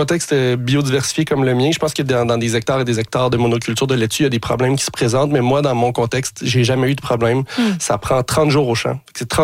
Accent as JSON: {"language": "French", "town": "Montreal", "region": "Quebec", "country": "Canada", "tie": "born or raised there", "said": "je suis pas du tout quelqu'un de la campagne. J'ai grandi à Ville-Saint-Laurent, Montréal."}